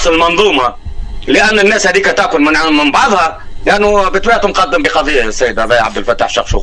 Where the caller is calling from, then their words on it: Portugal; نتكلم فيكم البرتغال انا.